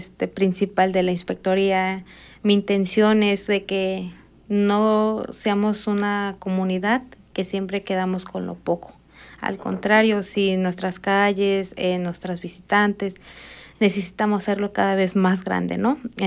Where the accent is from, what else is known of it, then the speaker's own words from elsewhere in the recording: Acatlán, Mexico; cada uno de los que somos aquí de Acatlán.